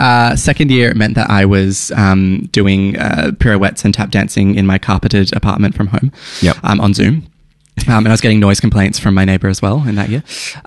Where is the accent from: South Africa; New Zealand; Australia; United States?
Australia; Adelaide, South Australia; moved away as an adult; now in Melbourne, Australia; You may be listening from Adelaide. I grew up in Adelaide.